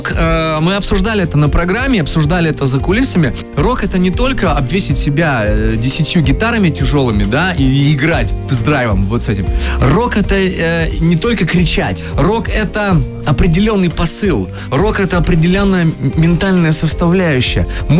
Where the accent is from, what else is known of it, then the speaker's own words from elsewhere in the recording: Chelyabinsk, Chelyabinsk Oblast, Russia; Я из Челябинска